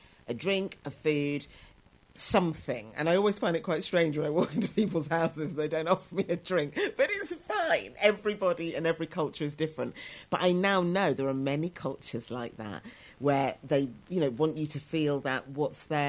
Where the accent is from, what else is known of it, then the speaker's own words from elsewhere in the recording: Coventry, West Midlands, United Kingdom; moved away; I'm an only child. I was brought up in Coventry.